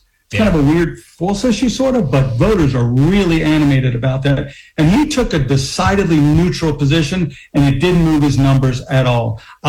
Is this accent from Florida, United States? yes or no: yes; Tallahassee, Florida, United States; In my hometown, Tallahassee, same thing. Black turnout's very low